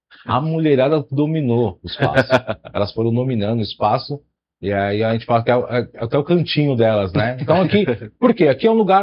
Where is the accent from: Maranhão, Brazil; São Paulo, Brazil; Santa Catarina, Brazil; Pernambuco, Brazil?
São Paulo, Brazil; Cidade de Tiradentes é a zona leste de São Paulo, extremo leste de São Paulo, né? A gente é de lá, da cidade de Tiradentes.